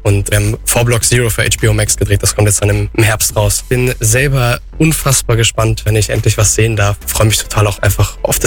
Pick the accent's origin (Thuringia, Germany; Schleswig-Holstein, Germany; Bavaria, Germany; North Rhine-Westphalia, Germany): Bavaria, Germany; Allgäu ist auf jeden Fall meine Heimat.